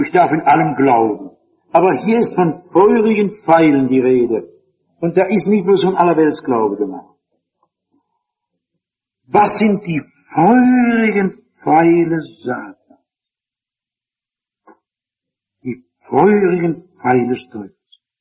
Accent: Hesse, Germany; born or raised there

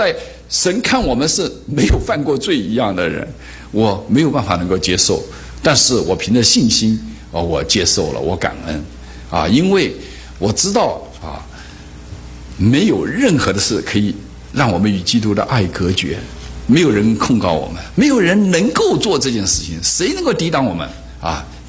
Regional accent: China; 所以我们中国人是什么都吃，那现在也活得蛮长的啊。

